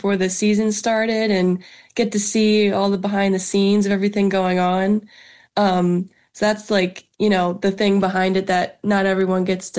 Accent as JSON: {"language": "English", "region": "Pennsylvania", "country": "United States", "tie": "born or raised there", "said": "I grew up in the Philly suburbs."}